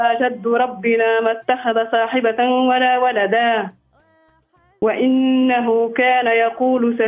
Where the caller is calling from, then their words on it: Regueb, Sidi Bouzid, Tunisia; من الرقيم.